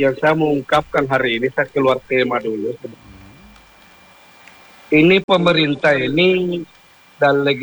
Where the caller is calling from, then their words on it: South Sulawesi, Indonesia; kita orang Sulsel